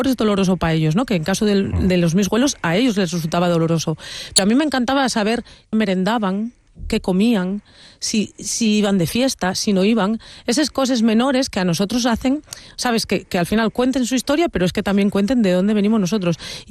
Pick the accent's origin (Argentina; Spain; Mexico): Spain; Asturias; tú piensas que yo soy de un pueblo en el que lo más normal del mi pueblo, del mi barrio, y es que tengas un güelu de fuera, que sea andaluz, extremeño, gallego, portugués, porque nosotros, a mí siempre me gusta decir que los cuencas mineres somos crisol de razas